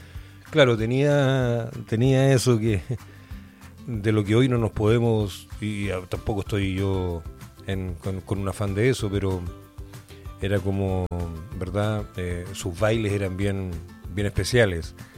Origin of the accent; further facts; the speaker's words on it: San Carlos, Ñuble, Chile; born there; Yo nací en San Carlos. ¿Dónde soy? San Carlino, de tomo y lomo.